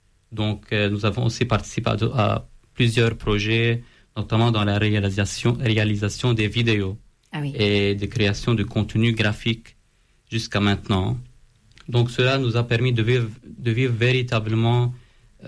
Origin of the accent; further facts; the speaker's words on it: Lebanon; chez nous au Liban